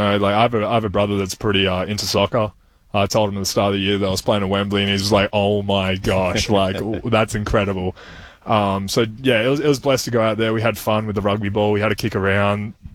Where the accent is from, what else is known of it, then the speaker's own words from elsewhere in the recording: Ohio, United States; Obviously, I came from Ohio.